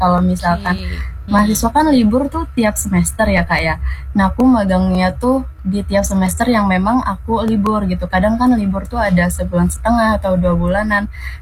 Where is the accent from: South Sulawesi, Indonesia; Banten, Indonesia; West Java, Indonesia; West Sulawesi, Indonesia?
Banten, Indonesia; aku juga berasal dari Kabupaten Pandeglang.